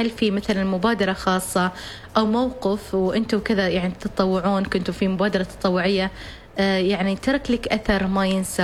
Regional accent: Oman; نحن كشباب عمانيين

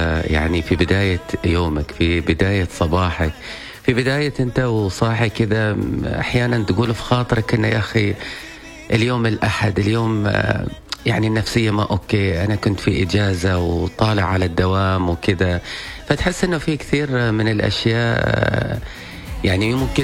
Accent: Oman; بلدنا عمان الغالي

